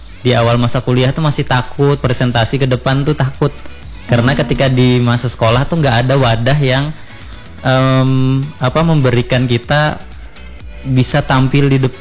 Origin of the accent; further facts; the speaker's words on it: Palangkaraya, Central Kalimantan, Indonesia; lahir dan besar di Kota Palangkaraya